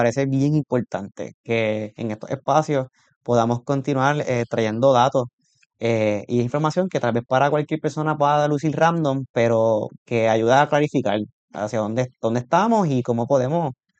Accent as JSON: {"language": "Spanish", "country": "Puerto Rico"}